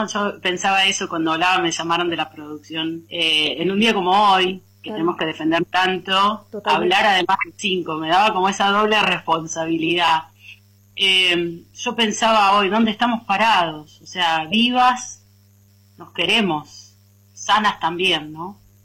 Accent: Pergamino, Buenos Aires Province, Argentina; moved away; yo soy nacida y criada en Pergamino, así que es un territorio que imaginarás que quiero un montón, donde todavía sigue mi mamá viviendo y donde falleció mi padre de cáncer

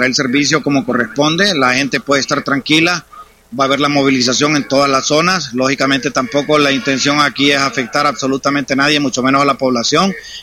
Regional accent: Honduras; porque al final de cuentas también somos hondureños

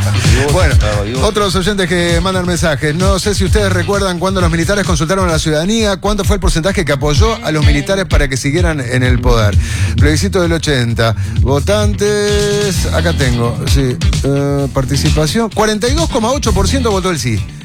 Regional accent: Uruguay; somos los uruguayos

